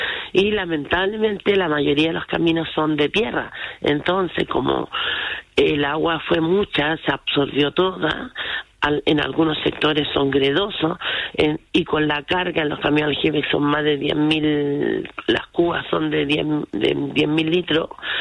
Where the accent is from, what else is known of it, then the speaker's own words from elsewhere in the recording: Chile; En Quilitapia, mi pueblo